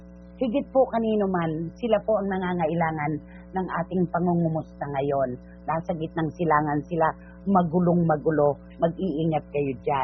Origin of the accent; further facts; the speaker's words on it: Quezon, Central Luzon, Philippines; Taga Quezon ako, magkalapit ang ating bayan.